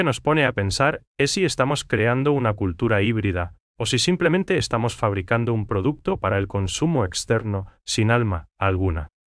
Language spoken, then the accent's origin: Spanish; Paraguay; para nosotros como paraguayos